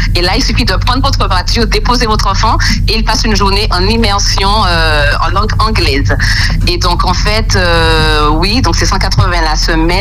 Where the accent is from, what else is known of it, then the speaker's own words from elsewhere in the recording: Martinique, France; mettre en place un espace d'échange pour les Martiniquais, donc pour pouvoir parler anglais, parce que nous sommes entourés de la Dominique et de la Sainte-Lucie.